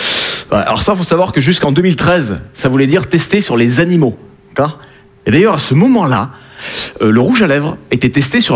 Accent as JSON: {"language": "French", "region": "Southern France", "country": "France", "said": "Hein, je viens du sud de la France."}